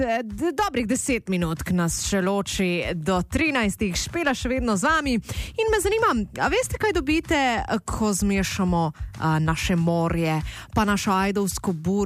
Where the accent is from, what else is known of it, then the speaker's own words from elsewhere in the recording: Slovenian Littoral, Slovenia; zakaj smo Primorci tako fajn